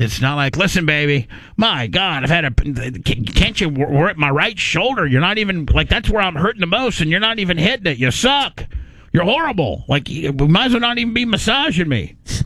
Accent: Indiana, United States; I was raised in Indiana with a Florida kicker.

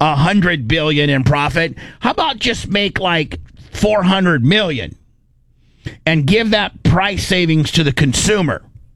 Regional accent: United States; You know what I am? I'm an American.

